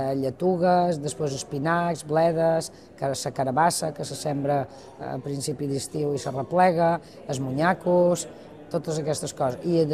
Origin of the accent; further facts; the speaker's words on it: Mahón, Balearic Islands, Spain; vaig néixer dia 6 de gener de 1960. Vaig néixer a Maó junt amb un germà. Jo som melliza.